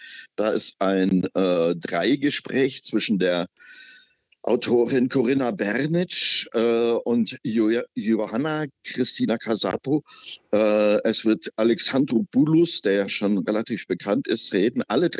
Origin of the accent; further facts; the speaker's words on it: East Germany, Germany; ich komme aus Ostdeutschland und war vor 89 so in der dissidentisch-oppositionellen Kulturszene der DDR aktiv.